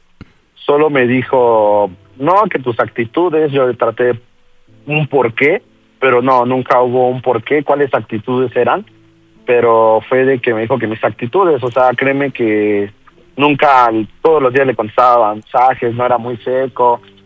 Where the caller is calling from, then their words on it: State of Mexico, Mexico; Tengo 17 años y soy del Estado de México.